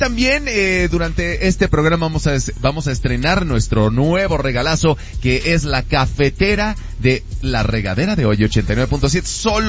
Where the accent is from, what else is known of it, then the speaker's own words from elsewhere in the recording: Veracruz, Mexico; Soy originario de Veracruz y desde que tengo memoria, tomo café.